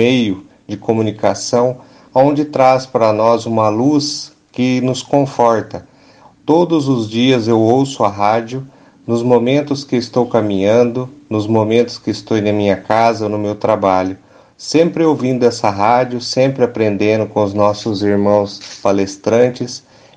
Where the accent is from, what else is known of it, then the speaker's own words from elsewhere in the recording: Assis, São Paulo, Brazil; sou da cidade de Assis, São Paulo.